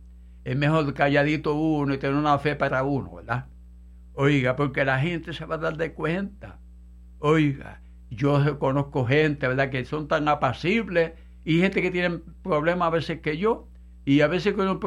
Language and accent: Spanish; San Benito, Texas, United States; Mi esposa y yo, ¿verdad?, somos de aquí de San Benito